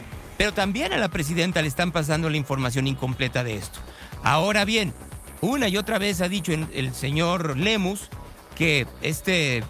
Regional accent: Mexico City, Mexico; yo soy de Ciudad de México y tengo viviendo aquí en Guadalajara más de 30 años

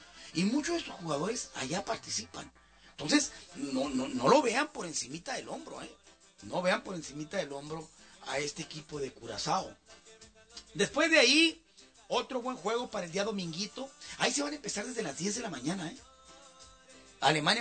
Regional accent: Mexico; así como somos nosotros mexicanos con nuestro equipo de la selección

